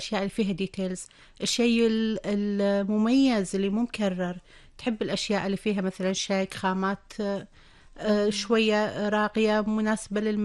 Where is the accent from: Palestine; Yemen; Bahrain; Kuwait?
Kuwait; إحنا مصممين بالكويت